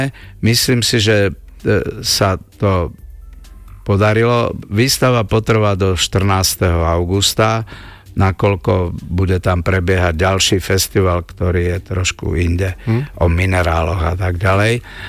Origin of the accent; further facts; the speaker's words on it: Pezinok, Bratislava Region, Slovakia; ja som z Pezinka.